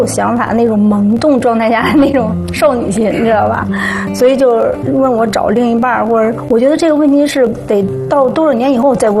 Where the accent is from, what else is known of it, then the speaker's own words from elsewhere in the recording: Beijing, China; 土生土长的北京人。